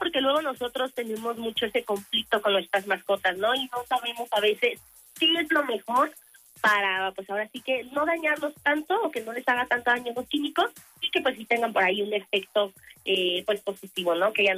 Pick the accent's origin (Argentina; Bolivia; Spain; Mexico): Mexico; como buenos mexicanos siempre andamos nosotros corriendo y con la cabeza en todos lados